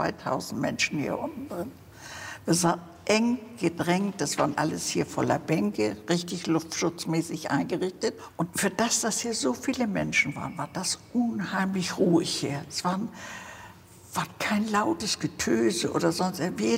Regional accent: Hamburg, Germany; Hier bin ich groß geworden. Na ja, bis raus aus der Tür. Und dann, ja, im Michel habe

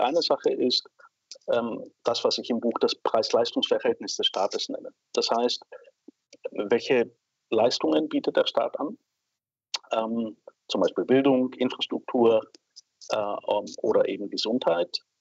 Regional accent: Bulgaria; now in Germany; Wenn, wie in meiner Heimat Bulgarien, man für einen Trabi bezahlt und einen Trabi bekommt, dann ist es auch fair.

